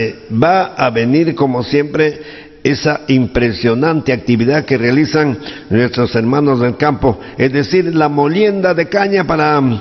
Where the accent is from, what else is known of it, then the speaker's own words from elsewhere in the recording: Chota, Cutervo, Cajamarca, Peru; en mi tierra, en Chota, Cutermo.